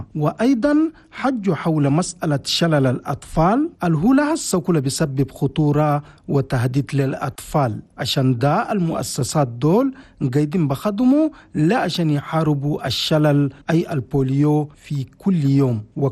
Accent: Chad; وأشياء آخرة كلها كي تعتبر تراث حنا بلدنا تشاد

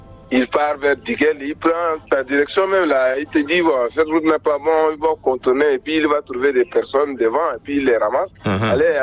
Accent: N'Djamena, Chad; Nous sommes particulièrement à Dembe, je suis natif de Dembe.

